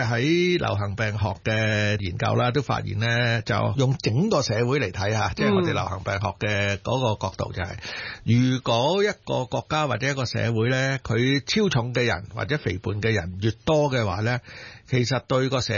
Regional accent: China; 因为健康中国嚟讲都知道我哋中国人咧14亿嘅市民啦

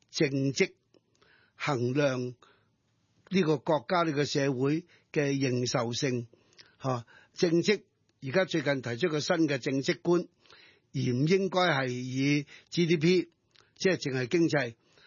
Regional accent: Hong Kong; 我係观察咗呢二十点係作为一个香港人对国家观察嘅一啲嘅微小嘅睇法。

